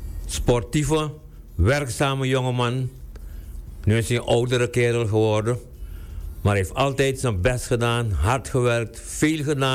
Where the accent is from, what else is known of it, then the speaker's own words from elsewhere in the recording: Paramaribo, Suriname; Nou, ik ben opgegroeid aan de Rustenvredestraat 138. Dat is mijn eerste woonplaats geweest. En daarna ben ik gegaan naar de Timmermansstraat. En van de Timmermansstraat zijn we verhuisd naar de Weidestraat nummer 1.